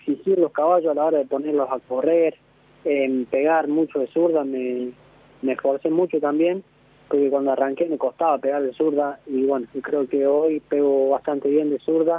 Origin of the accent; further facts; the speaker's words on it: El Quebracho, Córdoba, Argentina; moved away as an adult; now in Buenos Aires, Argentina; Yo sí, de la provincia de Córdoba, de un paraje, el Quebracho, que se llama.